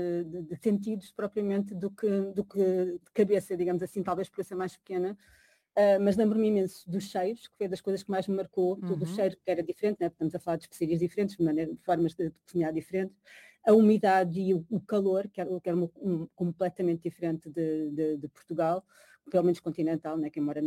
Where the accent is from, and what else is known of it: Macau; born or raised there